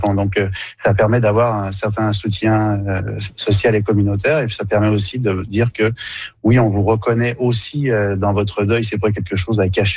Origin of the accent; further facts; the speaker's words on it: Quebec, Canada; chez nous au Québec